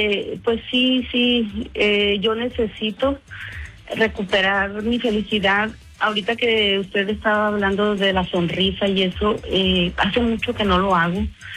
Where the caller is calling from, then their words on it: Los Mochis, Sinaloa, Mexico; Yo soy de Los Mochis